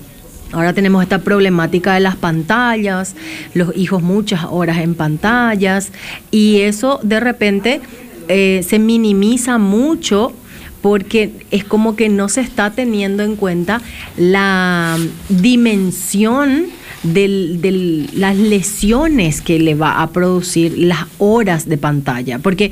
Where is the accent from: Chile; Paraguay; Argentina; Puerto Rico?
Paraguay; Nosotros tenemos como paraguayos una cultura muy linda, ¿verdad?